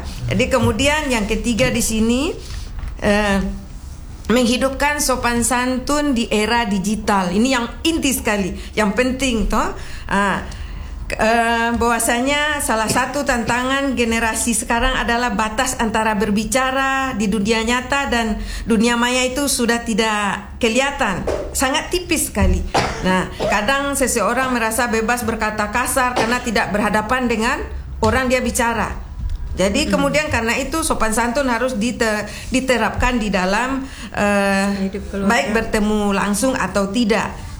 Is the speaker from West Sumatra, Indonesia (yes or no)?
yes; West Sumatra, Indonesia; now in Ternate, Indonesia; Termasuk kita orang Minang di perantauan, yang alhamdulillah kita hidup di Ternate